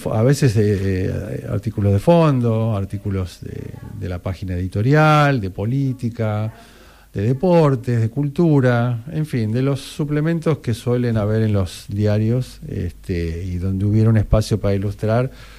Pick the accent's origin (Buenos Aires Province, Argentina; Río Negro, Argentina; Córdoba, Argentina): Buenos Aires Province, Argentina; La Plata; born there; also born or lived in Uruguay; casi soy uruguayo, pero también soy argentino, así que yo digo que soy argenguayo